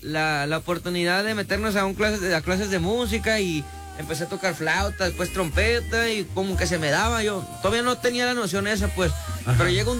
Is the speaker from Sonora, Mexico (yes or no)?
no; Santa María de los Ángeles, Jalisco, Mexico; Soy de Jalisco, Santa María de Los Ángeles, Jalisco.